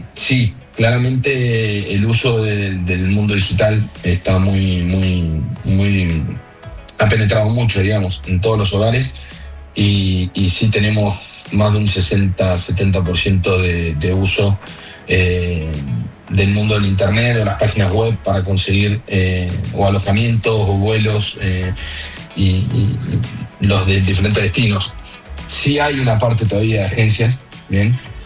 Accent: Mendoza, Argentina; now in Chile; uno que es argentino, mendocino, inclusive para nosotros Viña del Mar es la segunda casa.

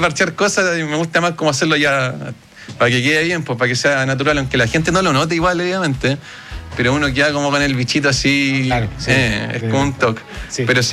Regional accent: Machalí, O'Higgins, Chile; also born or lived in Rancagua; yo soy de la 7ª región, de Machalí.

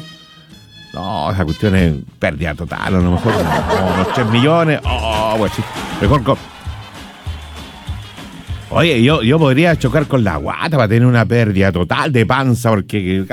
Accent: Chile; No, soy chileno y pa' qué.

